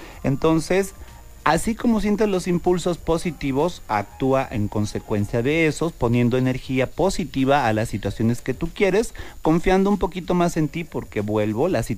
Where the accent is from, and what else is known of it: Mexico